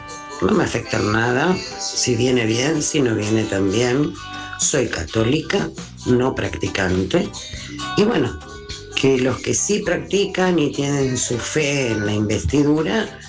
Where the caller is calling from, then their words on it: San Justo, Buenos Aires Province, Argentina; de San Justo.